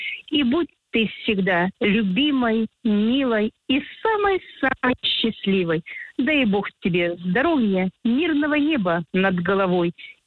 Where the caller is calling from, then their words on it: Kursk, Kursk Oblast, Russia; Мы из Курска.